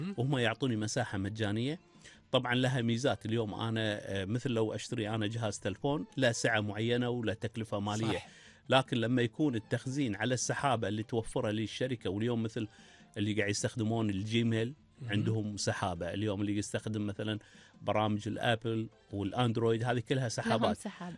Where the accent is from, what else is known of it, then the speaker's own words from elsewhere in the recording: Kuwait; عندنا بالكويت